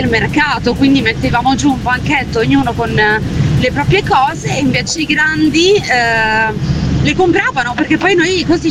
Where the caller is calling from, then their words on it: Milan, Lombardy, Italy; sono da Milano. Ciao, uno dei bei ricordi che ho dell'estate è quando ero una ragazzina, abitavo in una corte.